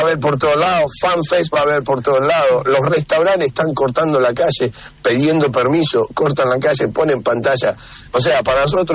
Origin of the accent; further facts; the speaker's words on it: Buenos Aires, Argentina; moved away as an adult; now in New York, United States; Del viejo Fortín de Villaluro, la calle Basualdo y Pizarro.